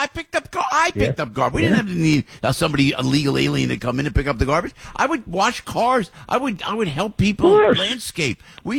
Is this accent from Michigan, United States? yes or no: no; New Jersey, United States; We believe in Jersey. We're from Jersey.